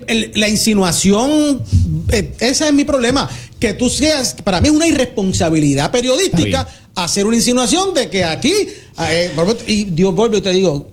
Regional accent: Guaynabo, Puerto Rico; Yo soy de Guaynabo, pero soy dato nuevo.

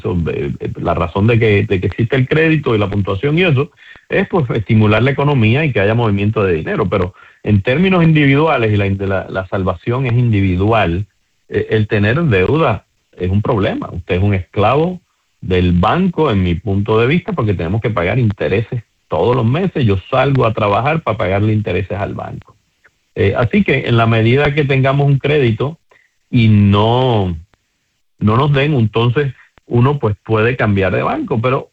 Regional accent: Puerto Rico; Tal vez somos nosotros los puertorriqueños, tal vez sucede en todos lados

